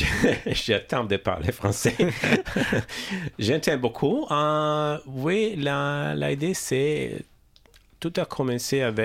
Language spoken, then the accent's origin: French; Italy; French is a second language; also born or lived in United States; now in Australia; Nous pourrons aller à vacances en Italie, je suis italienne